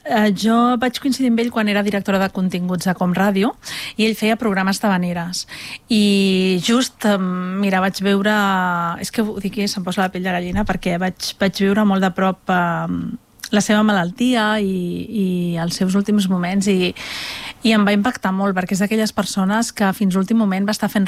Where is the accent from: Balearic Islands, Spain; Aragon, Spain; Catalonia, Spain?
Catalonia, Spain; Montgat; Estem allà entre Maresme i Barcelonès, però oficialment som Maresme.